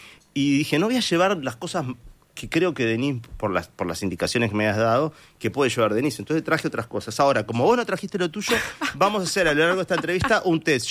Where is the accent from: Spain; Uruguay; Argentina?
Uruguay